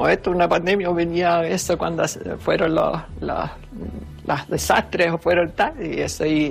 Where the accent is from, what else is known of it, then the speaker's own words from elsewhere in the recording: Fania, Spain; born there; Nosotros nacimos aquí todos, mis padres son de aquí, mi padre, mi madre, mi marido, nosotros somos todos de Fania, y en Fania donde nos encontramos bien y donde tenemos toda la gente muy, muy sociable, y para mí es un pueblo que tiene educación